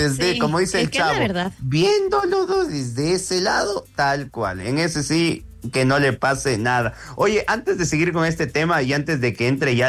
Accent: Ecuador; a nosotros como ecuatorianos

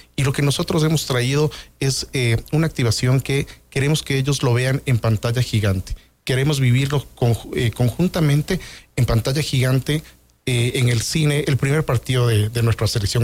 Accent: Ecuador; como ecuatorianos que somos.

